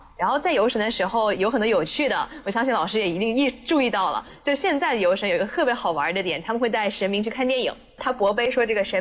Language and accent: Chinese; Fujian, China; 然后我是闽南人嘛